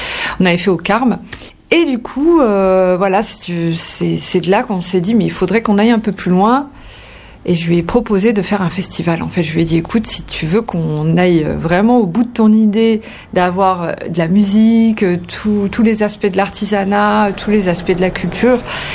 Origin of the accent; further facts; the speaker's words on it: France; born there; je suis née en France, j'ai peu connu ma culture, j'avais un manque de, et quand je suis devenue maman, j'avais envie de transmettre plus de choses à ma fille.